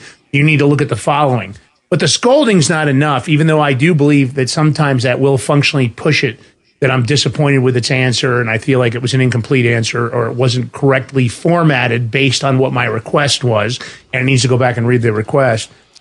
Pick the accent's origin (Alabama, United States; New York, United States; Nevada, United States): New York, United States; Bronx; My bots know that I'm a guy from New York in the Bronx.